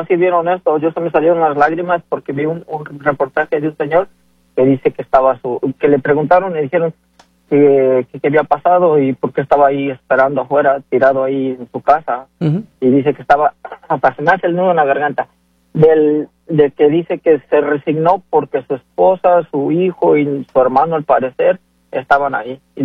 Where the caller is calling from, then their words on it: Tlaxcala, Mexico; Yo soy de Tlaxcala